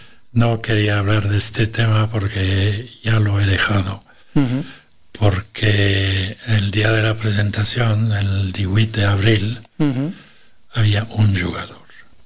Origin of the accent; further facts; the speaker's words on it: Belgium; now in Arbúcies, Spain; eso es una cosa que conozco desde pequeño, porque Bélgica, mi tierra, nunca hubiera tenido que existir como país.